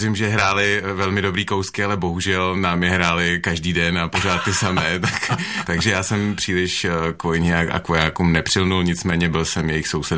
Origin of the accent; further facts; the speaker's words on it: Prague, Czechia; moved away as an adult; Já jsem bydlel až do svých asi 26 let v pražském Karlíně. Bydlel jsem tam do té doby, než nás odplavila velká voda.